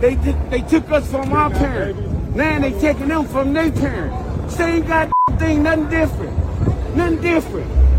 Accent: Los Angeles, California, United States; now in Calabasas, United States; I came all the way from Calabasas, man. I was raised in Watts, but I live in Calabasas.

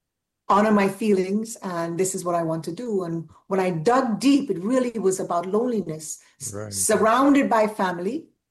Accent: Trinidad & Tobago; now in New York, United States; And I'm Trinidadian. I live in New York, yes. I've been here for many years, yes, but I'm Trinidadian.

